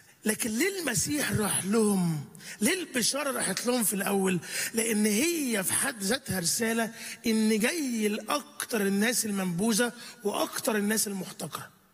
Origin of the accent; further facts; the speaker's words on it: Egypt; حاسس دول عندنا في مصر هم دول بس اللي موجودين.